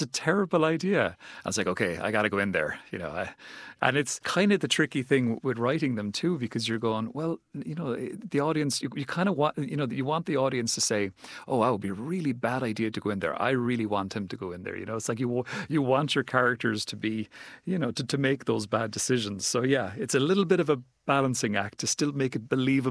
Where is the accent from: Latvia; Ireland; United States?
Ireland; Cork, Munster; We even shot it where I grew up. So I'm from Cork, which is